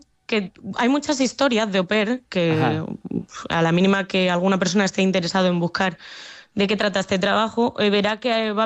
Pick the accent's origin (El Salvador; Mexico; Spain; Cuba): Spain; Extremadura; accent: Madrid; also born or lived in Madrid; now in Ireland